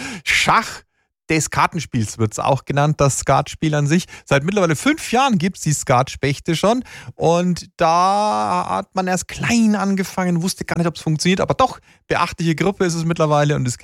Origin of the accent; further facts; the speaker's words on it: Bavaria, Germany; Ich find's genial, dass es das auch bei uns in der Oberpfalz gibt.